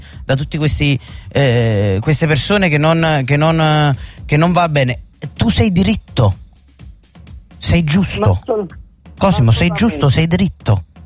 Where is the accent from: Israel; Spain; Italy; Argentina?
Italy; Naples, Campania; tengo doppio passaporto, posso. Io non sono italiano, sono napoletano.